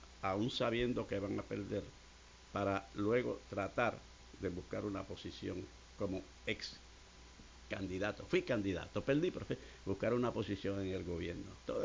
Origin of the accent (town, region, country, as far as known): Puerto Rico; born or raised there